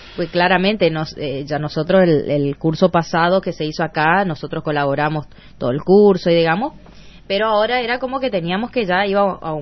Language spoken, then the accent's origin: Spanish; Argentina; Nosotros todos somos argentinos, así que tenemos una realidad más o menos parecida